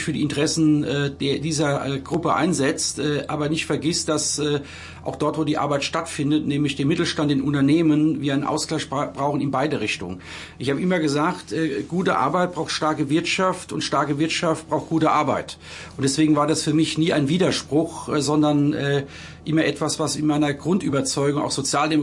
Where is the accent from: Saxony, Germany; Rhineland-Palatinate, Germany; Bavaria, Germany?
Rhineland-Palatinate, Germany; Worms; born or raised there